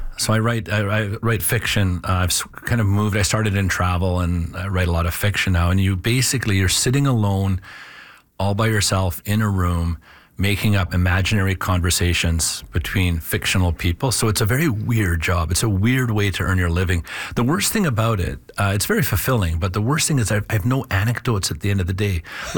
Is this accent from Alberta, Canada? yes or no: yes; Fort Vermilion, Alberta, Canada; Well, I grew up in Northern Alberta.